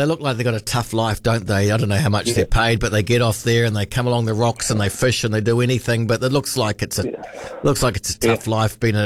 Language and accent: English; Liverpool, North West England, United Kingdom; Marcus, I'm from Liverpool in the north of England.